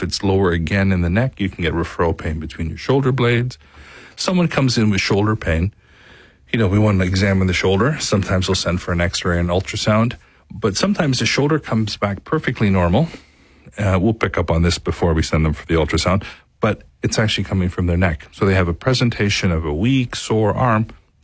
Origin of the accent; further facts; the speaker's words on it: Canada; I am from Canada. I grew up north of here, but yeah.